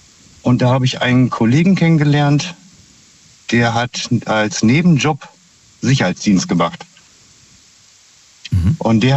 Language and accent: German; Minden, North Rhine-Westphalia, Germany